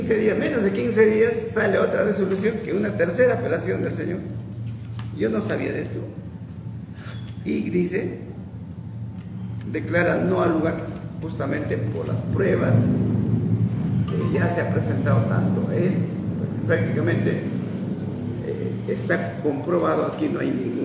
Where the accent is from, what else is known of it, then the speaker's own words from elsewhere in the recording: Villa Rica, Pasco, Peru; nosotros somos de Oxapampa, somos de Villarrica, tenemos una oficina en la Avenida Marginal